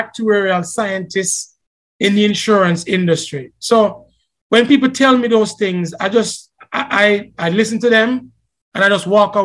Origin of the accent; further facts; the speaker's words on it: Jamaica; moved away; the communities we grew up in Jamaica